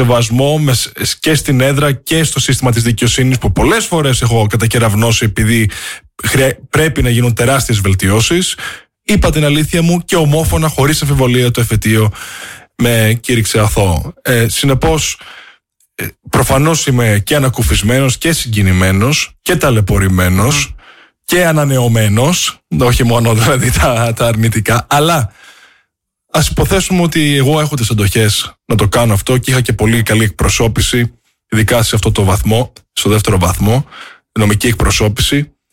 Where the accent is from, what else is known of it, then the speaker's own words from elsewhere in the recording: Greece; also born or lived in United States; Είμαι εδώ επειδή αγαπώ την πατρίδα μου.